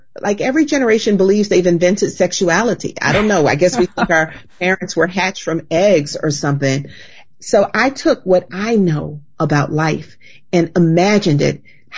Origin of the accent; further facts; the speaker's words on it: the South, United States; As a Southerner, everyone's always saying, Southern families are such great storytellers.